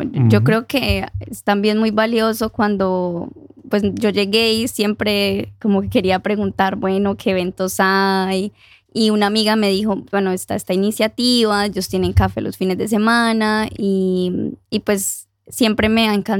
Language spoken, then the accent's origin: Spanish; Armenia, Quindío, Colombia; moved away as an adult; also born or lived in India / United States; now in Norway; Yo soy de Armenia, Quindío. Oy, no sé si lo conocen, del centro del país.